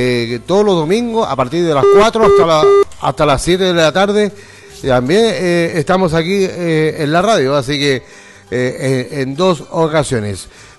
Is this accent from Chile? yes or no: yes; Chile